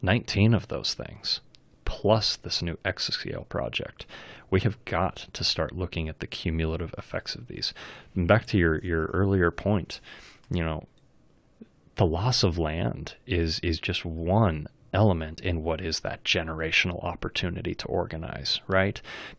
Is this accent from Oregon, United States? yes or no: yes; Union, Oregon, United States; I grew up in Union